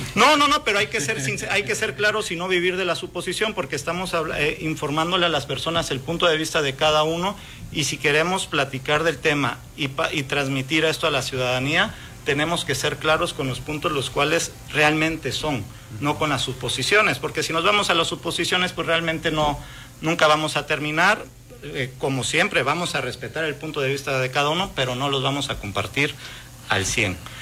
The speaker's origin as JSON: {"language": "Spanish", "country": "Mexico", "said": "somos mexicanos y somos libres y soberanos"}